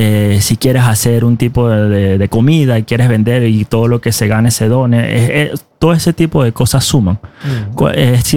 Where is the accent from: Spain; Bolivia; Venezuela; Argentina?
Venezuela; now in Norway; Porque como venezolano a mí me duele mi país. Y en lo que yo pueda, desde la impotencia, desde que estoy lejos